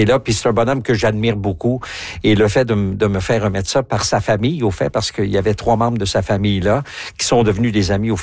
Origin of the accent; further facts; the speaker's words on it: Quebec, Canada; moved away; Au fait, j'ai parcouru un peu le pays. Je suis parti vraiment du Québec dans les années 70, la première fois.